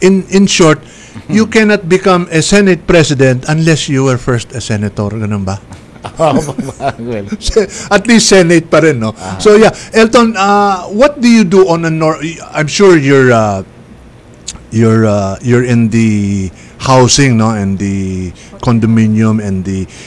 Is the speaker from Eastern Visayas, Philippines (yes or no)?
no; Pasay, Metro Manila, Philippines; I was born and raised in Pasay City. Sa Villaruel Street. Doon ako lumaki. Malapit sa Cartimar yun.